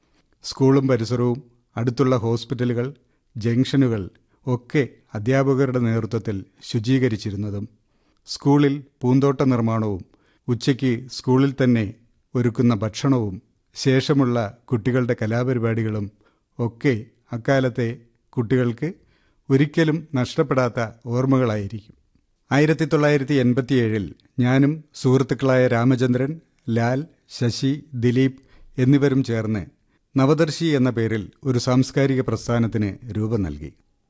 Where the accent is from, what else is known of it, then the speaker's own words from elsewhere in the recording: Punakkannur, Kerala, India; കൊല്ലം ജില്ലയിലെ പുനക്കന്നൂർ എന്ന ഗ്രാമത്തിലാണ് ഞാൻ ജനിച്ചത്.